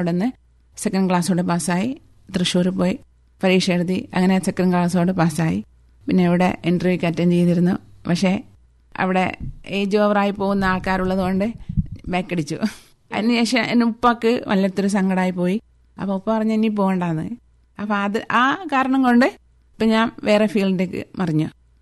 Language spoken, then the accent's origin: Malayalam; Androth, Lakshadweep, India; ഞാൻ ആന്ധ്രോത്തിൽ നിന്നാണ് വരുന്നത്.